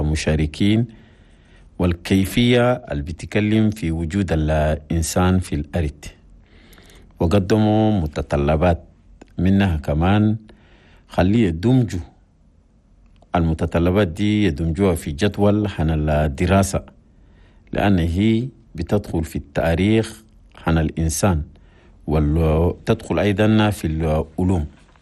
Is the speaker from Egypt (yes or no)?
no; Chad; وكلم بتطوير عن العمليات الإحسان رسنسما الجاري في بلدنا تشاد